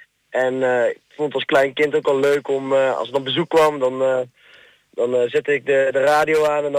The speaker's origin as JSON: {"language": "Dutch", "town": "Dongen", "region": "North Brabant", "country": "Netherlands", "said": "ik kom uit Dongen."}